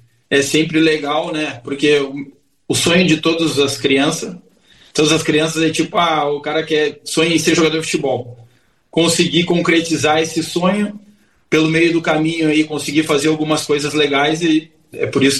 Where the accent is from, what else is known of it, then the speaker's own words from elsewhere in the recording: Rio Grande do Sul, Brazil; born there; also born or lived in São Paulo; Eu joguei, sim, depois joguei em São Paulo também. Mas eu nasci no Rio Grande do Sul.